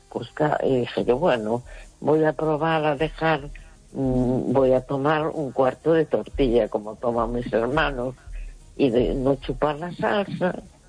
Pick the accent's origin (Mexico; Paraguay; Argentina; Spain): Spain; A Coruña, Galicia